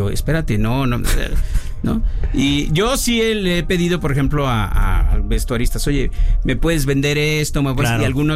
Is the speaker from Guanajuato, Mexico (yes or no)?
no; Colima, Mexico